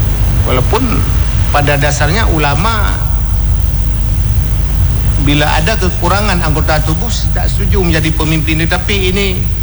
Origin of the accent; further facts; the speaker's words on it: Samalanga, Aceh, Indonesia; Kalau ke Samalanga kampung saya 174 km. Samalanga ke Biren lebih kurang 30 km.